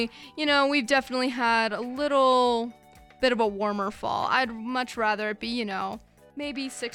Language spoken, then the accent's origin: English; East Coast, United States; I've heard, because originally I'm from the East Coast, I've heard Fort Collins is beautiful in the fall time.